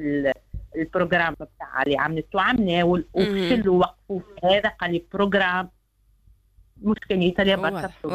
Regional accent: Tunisia; وانا اقولها كتونسية

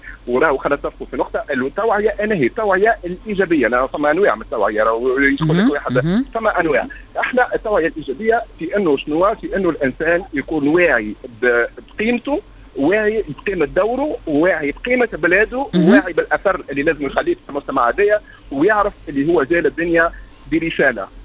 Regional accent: Tunisia; بلادنا تونس الغاليه علينا

